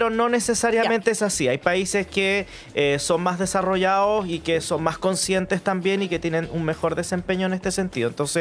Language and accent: Spanish; Chile